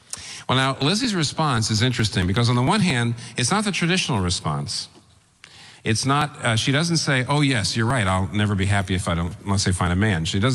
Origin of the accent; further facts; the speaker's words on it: Pennsylvania, United States; moved away; I'm from Pennsylvania.